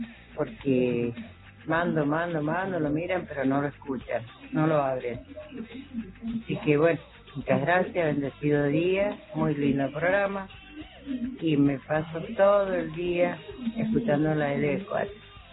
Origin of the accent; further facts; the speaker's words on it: Colonia Elena, Entre Ríos, Argentina; Soy de acá de Colonia Elena.